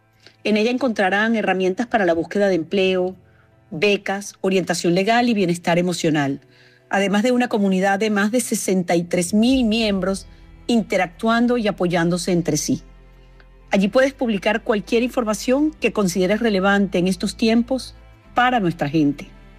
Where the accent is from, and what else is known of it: Venezuela; now in Spain